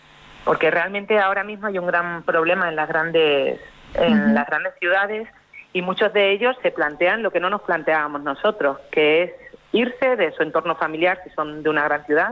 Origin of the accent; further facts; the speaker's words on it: Jarais de la Vera, Extremadura, Spain; es como alguien de un pueblo de Extremadura, de un pueblo chiquitito, que yo soy de Jarais de la Vera